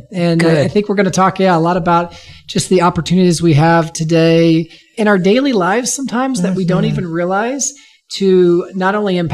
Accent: Evansville, Indiana, United States; I'm a native from Evansville. Grew up here. My wife and I did.

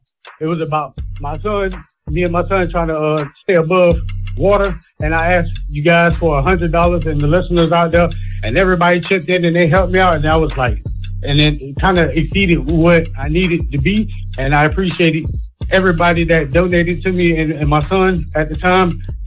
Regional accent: Orlando, Florida, United States; Hey, yeah, I'm from Orlando, Florida.

